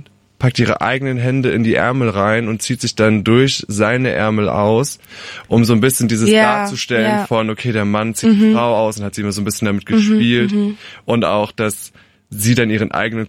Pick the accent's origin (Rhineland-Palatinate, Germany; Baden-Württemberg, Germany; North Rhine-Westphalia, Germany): Rhineland-Palatinate, Germany; Nähe Alzey.